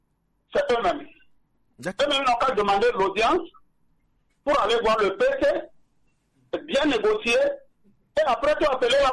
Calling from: Atakpamé, Plateaux, Togo; depuis Atakpamé.

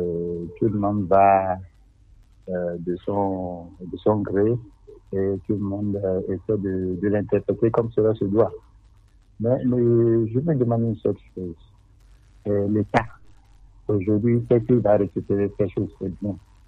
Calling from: Lomé, Maritime, Togo; Depuis Adido Gomé.

